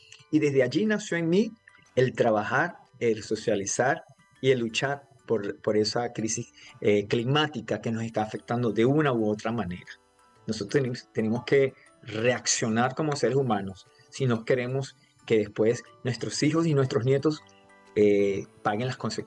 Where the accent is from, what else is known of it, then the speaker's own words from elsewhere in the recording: Venezuela; moved away as an adult; now in Brazil; yo soy venezolano viviendo en Brasil a más de 10 años.